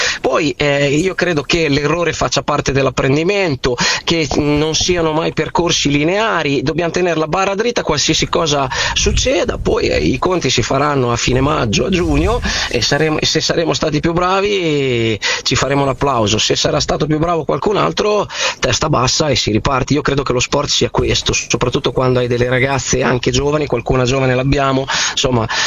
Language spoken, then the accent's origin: Italian; Emilia-Romagna, Italy; io sono di quelle zone là vicino, sono romagnolo come origine.